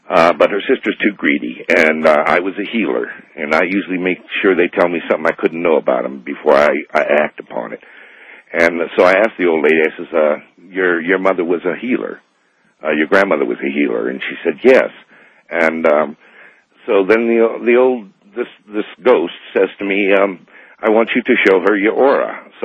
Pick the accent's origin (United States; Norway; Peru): United States; Quartzsite, Arizona; now in Los Angeles, United States; from Quartzsite, Arizona, listening to you from Los Angeles, 640.